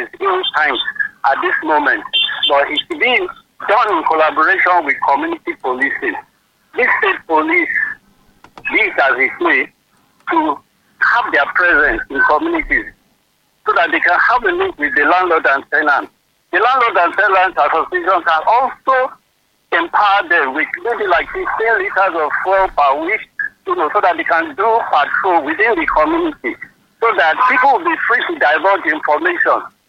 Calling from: Nigeria; I'm calling from Ringo.

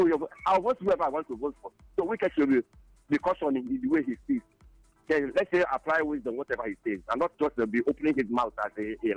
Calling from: Oru, Nigeria; I'm calling from Oru.

